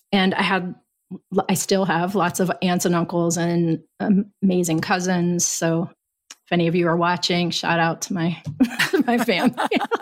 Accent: Campbell, Ohio, United States; moved away; I was born in Camel, Ohio, raised in Camel, Ohio, which is a small town in the Rust Belt. At the time I was born, though, it wasn't rusty yet.

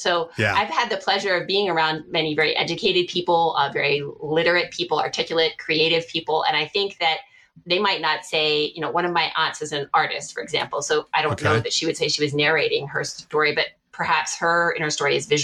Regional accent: New York, United States; born there; also born or lived in Maryland / Washington DC / West Coast; now in Pennsylvania, United States; I grew up, on the East Coast. I was born in upstate New York, lived there when I was little, lived in Pennsylvania, then in Maryland, then in DC.

